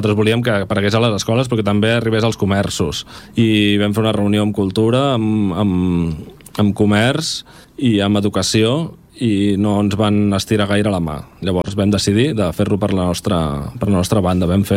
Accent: Esplugues de Llobregat, Catalonia, Spain; sóc d'Esplugues, no? Em sento espluguí i m'ho sento molt meu

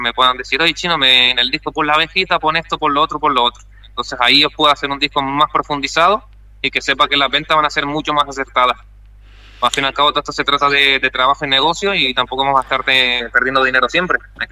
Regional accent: Canary Islands, Spain; soy residente de aquí de Gran Canaria

